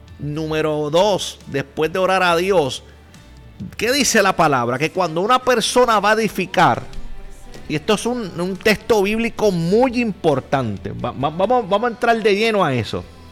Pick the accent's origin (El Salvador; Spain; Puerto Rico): Puerto Rico; Dorado; nosotros somos de Dorado.